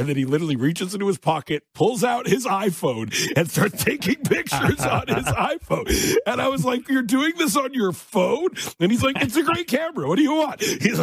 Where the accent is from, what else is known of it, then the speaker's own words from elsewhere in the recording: Canada; As a Canadian